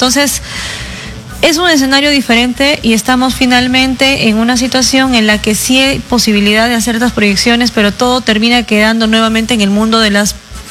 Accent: Peru; lo que pasa que nos hemos acostumbrado como peruanos a esperar el conteo rápido

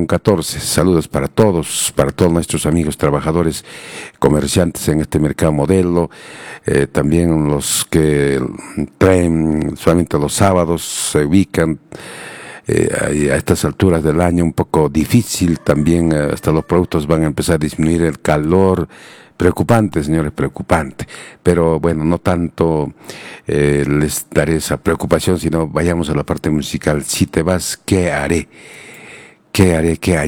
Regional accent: Cusco, Peru; Yo soy de Cusco ciudad, no soy de Cusco provincia.

